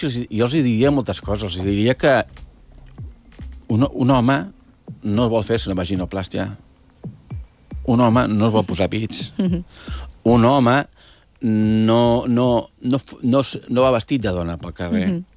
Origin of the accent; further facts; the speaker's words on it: Catalonia, Spain; I jo, perfecte, m'he dit, igual, jo soc catalana.